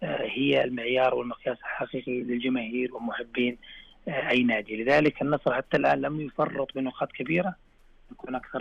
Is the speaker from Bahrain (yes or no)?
no; Saudi Arabia; يفرحنا بكل امانه كسعوديين